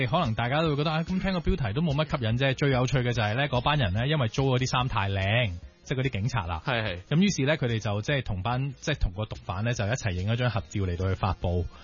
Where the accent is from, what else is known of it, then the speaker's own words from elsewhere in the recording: Hong Kong; 对于我哋香港人嚟讲，就系相对比较认识得多一啲